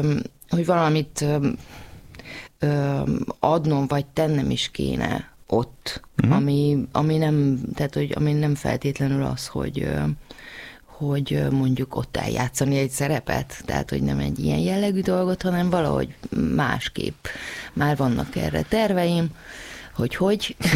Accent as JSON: {"language": "Hungarian", "region": "Transylvania", "country": "Romania", "said": "hogy hová valósi az ember, tehát az erdélyiségem, azt például mindig is nagyon élveztem"}